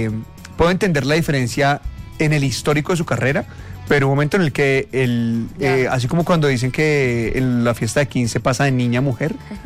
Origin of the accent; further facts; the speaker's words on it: Barranquilla, Atlántico, Colombia; Yo creo que uno vivir la experiencia, y se lo digo a usted como barranquillera, como colombiana, de uno ver haciendo patria a otra mujer de su misma tierra en un país como España debe ser...